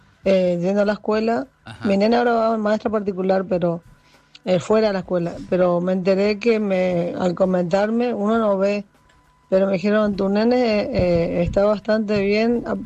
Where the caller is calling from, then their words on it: Misiones, Argentina; Yo soy la chica de Misiones